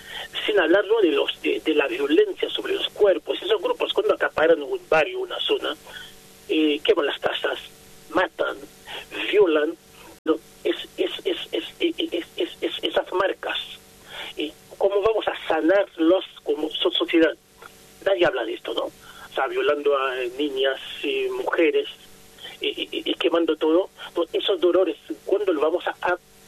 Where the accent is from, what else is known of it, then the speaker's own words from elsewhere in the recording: Port-au-Prince, Ouest, Haiti; now in Rosario, Argentina; Soy de Puerto Príncipe, la capital, ¿no? Ahí se mueve toda la parte económica, política de Haití. La casa, por ejemplo, en este barrio donde nací, donde crecí, mi familia, que gracias, no vive más ahí.